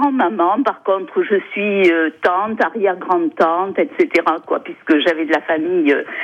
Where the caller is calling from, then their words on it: Nouvelle-Aquitaine, France; on est bien en Limousin